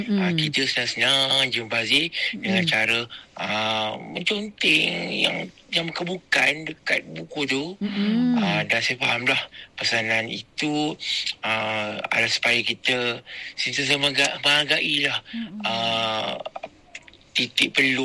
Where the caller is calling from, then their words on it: Sungai Buloh, Selangor, Malaysia; saya dari Sungai Buloh.